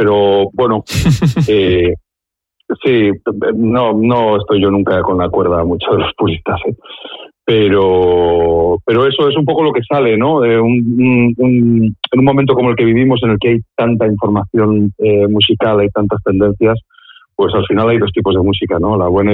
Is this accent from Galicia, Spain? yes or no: yes; Galicia, Spain; moved away as an adult; also born or lived in San Sebastián; now in Hendaye, France; que yo soy gallego en realidad y vine pues hace ya unos cuantos años, como 20 años, a estudiar a Musikene y ya me quedé por aquí. Y ahora, pues bueno, pues la vida me ha traído a Hendaya